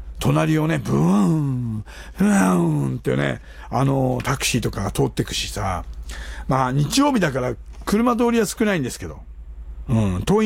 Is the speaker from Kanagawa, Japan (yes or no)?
yes; Fujisawa, Kanagawa, Japan; moved away; 生まれは神奈川県藤沢市辻堂西海岸2丁目9の8の101のね、湘南海岸、まあ辻堂海岸のすぐそこですから